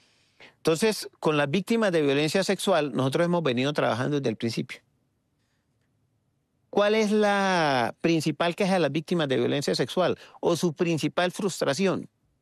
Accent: Colombia; quiero como colombiano

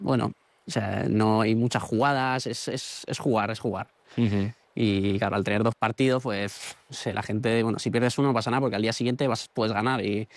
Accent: Toledo, Castilla-La Mancha, Spain; moved away as an adult; now in Russia; en mi ciudad natal, en Toledo

